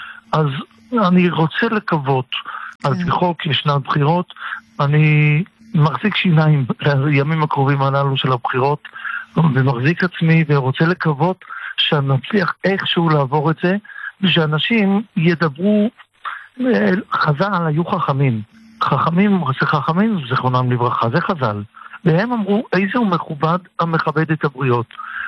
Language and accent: Hebrew; Tel Aviv, Tel Aviv District, Israel; born there; אני יליד תל אביב